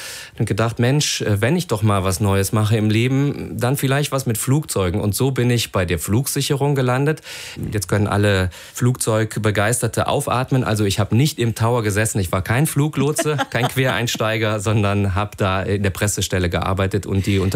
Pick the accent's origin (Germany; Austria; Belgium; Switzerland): Belgium; Hergenrath, Wallonia; Ja, die dreht tatsächlich um mein Heimatdorf Hergenrath.